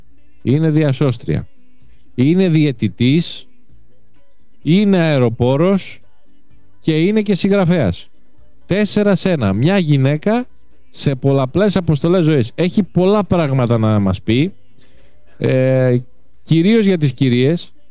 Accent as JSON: {"language": "Greek", "town": "Patras", "region": "Western Greece", "country": "Greece", "said": "πρέπει να τα ξέρουμε και ως πατρινοί."}